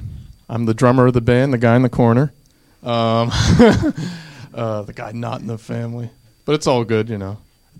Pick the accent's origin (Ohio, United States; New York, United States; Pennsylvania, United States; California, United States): Pennsylvania, United States; Upper Burrell; So they're from Lower Burrell, and I'm from Upper Burrell. But we still went to the same high school and middle school.